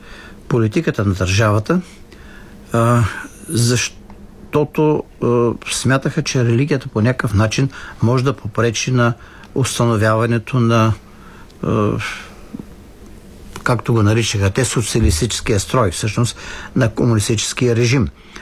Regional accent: Haskovo, Haskovo Province, Bulgaria; аз в Хасково, откъдето съм роден, живях до 58-ма година, тогава отидох в семинарията.

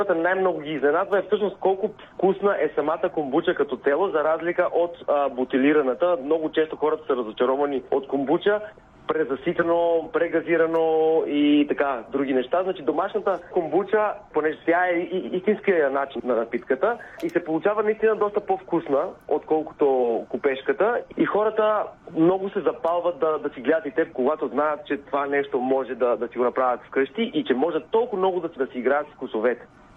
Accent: North Macedonia; now in Bulgaria; аз съм и доста близо до место, откъдето идвам от Македония, тук менталитета си е нашия

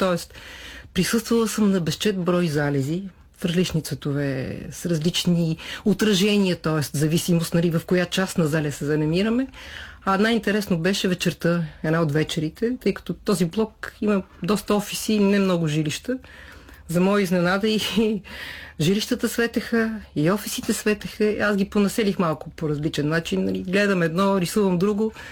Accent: Sofia, Sofia City, Bulgaria; въпреки че съм от София

